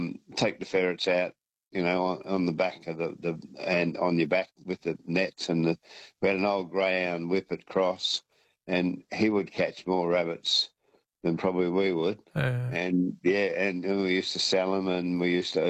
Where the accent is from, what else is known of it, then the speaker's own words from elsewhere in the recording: Castlemaine, Victoria, Australia; I grew up in Castlemaine.